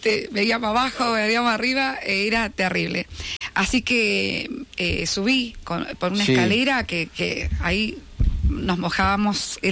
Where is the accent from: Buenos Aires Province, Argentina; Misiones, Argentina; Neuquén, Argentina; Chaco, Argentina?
Buenos Aires Province, Argentina; Bahía Blanca; soy de Bahía Blanca.